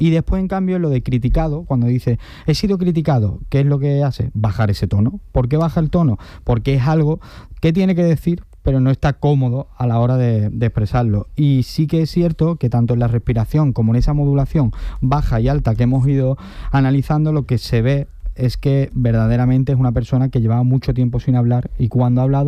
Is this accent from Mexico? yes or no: no; Spain